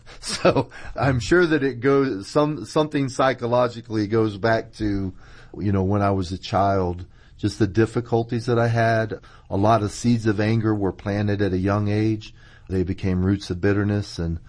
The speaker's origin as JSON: {"language": "English", "town": "Tampa", "region": "Florida", "country": "United States", "tie": "born or raised there", "said": "I was raised in Tampa."}